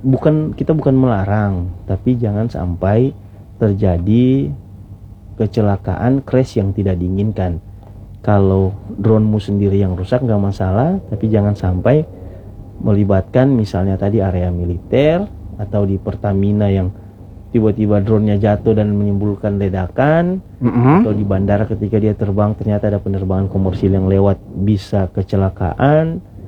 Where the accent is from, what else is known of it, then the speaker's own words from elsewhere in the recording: Maluku, Indonesia; daerah asal saya di Sirsur